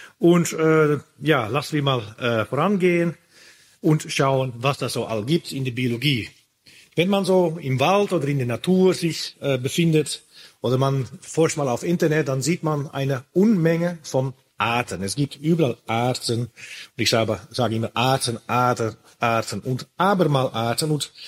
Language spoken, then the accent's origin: German; Netherlands; moved away as an adult; also born or lived in Sydney, Australia / Switzerland; ich bin Biologe, ich bin Molekularbiologe. Ursprünglich komme ich aus Holland, in Niederlande eigentlich, da habe ich auch studiert, da habe ich meine Promotionsforschungen gemacht.